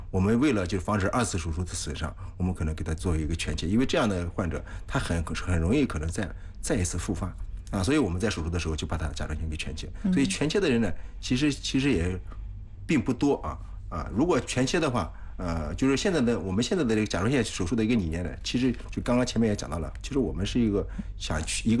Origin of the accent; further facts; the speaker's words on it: Anhui, China; 季老师也是我们安徽人